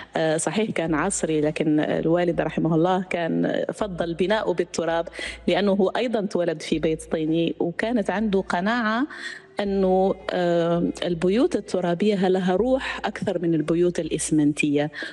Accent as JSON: {"language": "Arabic", "town": "Tamanrasset", "region": "Tamanrasset Province", "country": "Algeria", "tie": "born or raised there", "said": "أنا مهندسة يعني انولدت في بيئة صحراوية، ومكتبي أيضا متواجد في مسقط رأسي، مدينة تمن راست اللي هي مدينة تقع بالجنوب الجزائري وهي منطقة صحراوية. ف فاهتمامي بالعمارة الترابية نشأ من كوني أنا تولدت في هذه البيئة الصحراوية"}